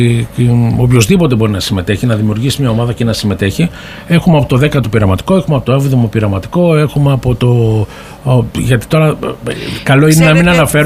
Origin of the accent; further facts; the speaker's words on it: Greece